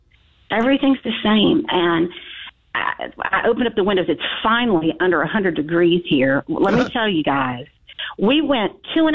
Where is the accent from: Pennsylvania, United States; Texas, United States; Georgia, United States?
Texas, United States; Dallas; I want to see the house that I was born in Texas and the various homes we lived in. I lived here in Texas, in Dallas, and the surrounding cities off and on until I was about 9 years old.